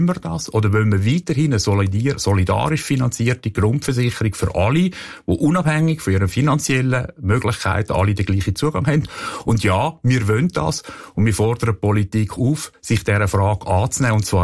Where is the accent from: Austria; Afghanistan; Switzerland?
Switzerland; als Schweizer, als Europäer.